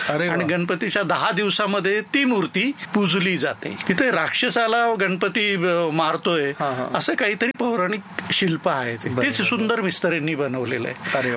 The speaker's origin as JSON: {"language": "Marathi", "town": "Sangamner", "region": "Maharashtra", "country": "India", "tie": "born or raised there", "said": "मी संगमनेरचा आणि संगमनेरमध्येच माझं लहानपण गेलं. संगमनेर त्या टायमाला खूपच छोटं गाव होतं. प्रवरा नदी, म्हाळुंगी नदी वाहत होत्या त्या टायमाला आणि संगम तिथे असल्यामुळेच त्याला संगमनेर म्हणतात."}